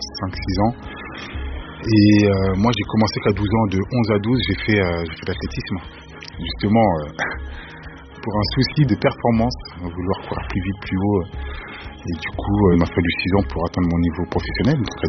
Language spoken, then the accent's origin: French; Colombes, Île-de-France, France; Bon, je suis né à Clichy, mais je n'ai pas grandi à Clichy. Moi, je suis de Colombes. J'aime bien le dire parce que je suis fier de l'endroit où j'ai grandi.